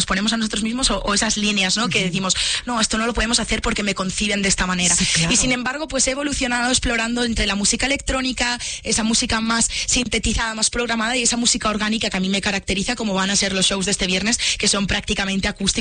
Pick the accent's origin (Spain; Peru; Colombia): Spain; Galicia